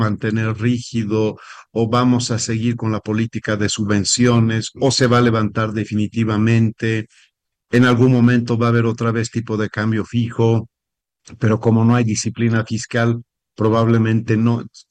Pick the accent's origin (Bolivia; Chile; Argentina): Bolivia; Necesitamos definir como bolivianos qué horizonte vamos a tratar de aquí en adelante.